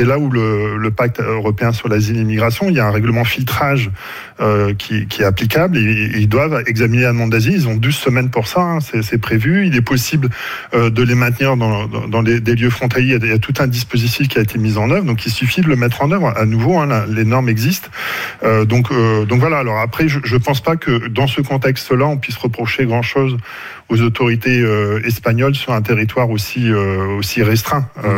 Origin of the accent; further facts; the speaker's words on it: Hauts-de-France, France; now in Grenoble, France; Je suis aussi originaire du Nord, hein, d'ailleurs. Je suis à Grenoble.